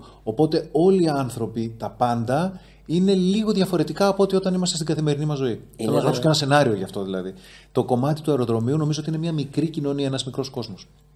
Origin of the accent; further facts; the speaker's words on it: Athens, Attica, Greece; also born or lived in Heraklion; Εκεί όταν ήμουν 4, χωρίσαν οι γονείς μου και η μητέρα μου με μένα και τον αδερφό μου, ο οποίος τότε ήταν ενός, μετακομίσαμε στην Αθήνα.